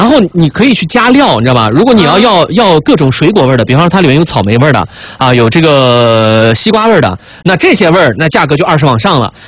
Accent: Yining, Xinjiang, China; moved away; 我家伊犁啊。

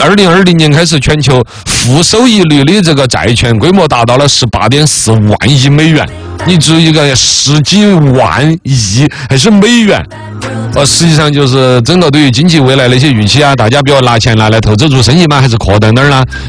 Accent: China

